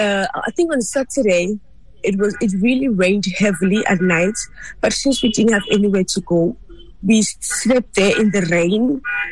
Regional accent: South Africa; See, I grew up here in South Africa. My grandmother was a teacher here in South Africa, and I stayed with her. So I grew up here in South Africa. I didn't grow up in Ghana

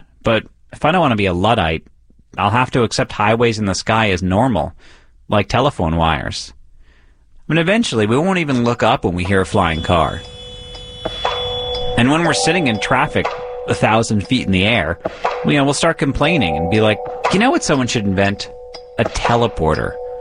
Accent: New York, United States; as a New Yorker, we get so little blue sky as it is.

